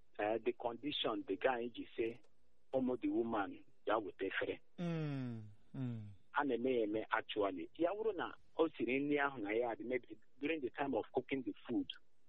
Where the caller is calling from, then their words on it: Aba, Abia, Nigeria; I'm calling from Ngwa Road now. I'm on at Ngwa Road now.